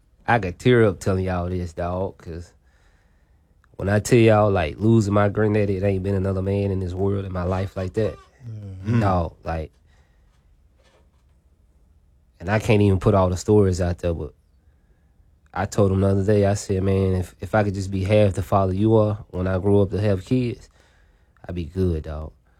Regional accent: Memphis, Tennessee, United States; And I ain't from Gatewood. Chattanooga, I'm from Memphis.

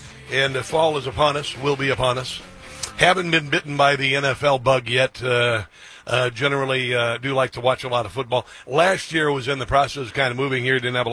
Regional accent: Midwest, United States; now in Washington, United States; particularly since I'm from the Midwest. Don't hold it against me. Don't hold it against me. I live in the D.C. area

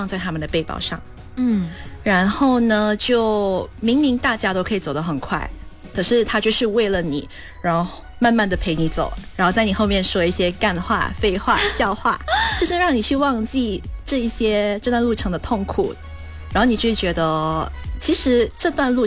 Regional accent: Malaysia; 我们是马来西亚人嘛，马来西亚人的话就是没有冬天的装备

